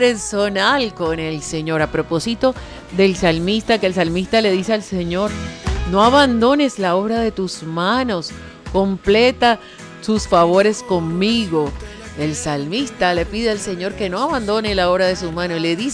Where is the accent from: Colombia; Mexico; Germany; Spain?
Colombia; Caribbean Region; accent: costeño; como decimos nosotros aquí en costeño.